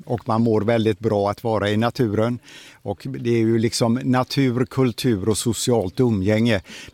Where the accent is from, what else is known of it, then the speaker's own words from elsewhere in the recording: Gothenburg, Västra Götaland County, Sweden; Jag är ju urgöteborgare